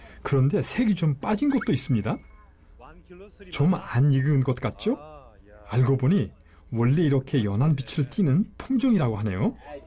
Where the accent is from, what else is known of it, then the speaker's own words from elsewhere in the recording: Gangwon, South Korea; 문득 제 고향인 강원도의 보리밭이 떠오릅니다.